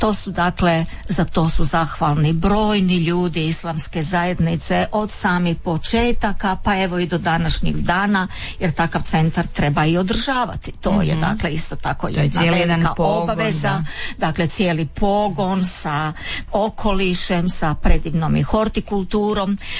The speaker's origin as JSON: {"language": "Croatian", "town": "Rijeka", "region": "Primorje-Gorski Kotar County", "country": "Croatia", "tie": "born or raised there", "said": "Nekako sam u svojoj mladosti, kada sam rođena u Rijeci, odrastala, nisam imala priliku osim u obitelji spoznati vjeru."}